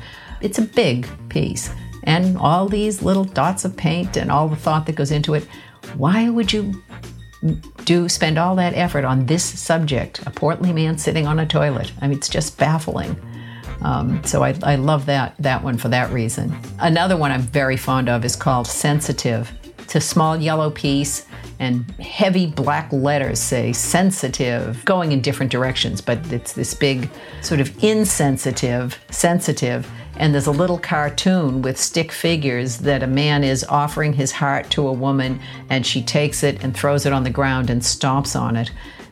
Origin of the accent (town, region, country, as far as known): Boston, Massachusetts, United States; born or raised there